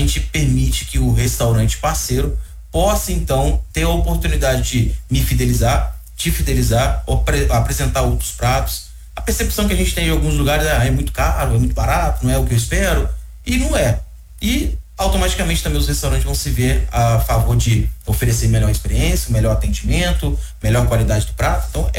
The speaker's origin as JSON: {"language": "Portuguese", "town": "Muriaé", "region": "Minas Gerais", "country": "Brazil", "said": "Sou mineiro, sou de Muriaé, sou muriense, né?"}